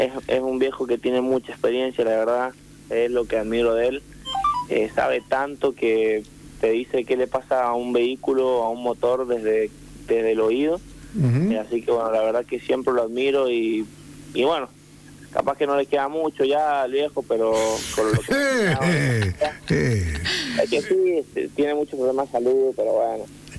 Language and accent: Spanish; San Juan, Argentina; Ahora mismo solo somos dos sanjuaninos representando la categoría máxima, uh-huh. Mateo Bongiovanni y yo.